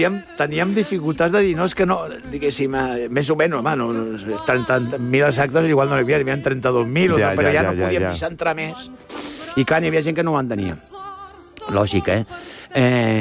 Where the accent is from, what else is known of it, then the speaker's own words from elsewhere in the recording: Barcelona, Catalonia, Spain; born there; jo que sóc nascut a Hostafrancs